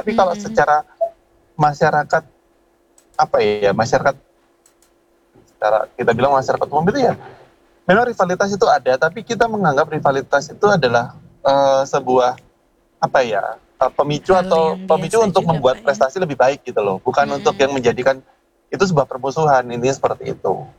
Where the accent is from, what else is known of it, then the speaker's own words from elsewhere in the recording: Jakarta, Indonesia; Ya soalnya kalau saya di saya ini kan dari Jakarta, cuman kalau saya misalkan mau ke Bandung contoh, itu agak lumayan PR Pak.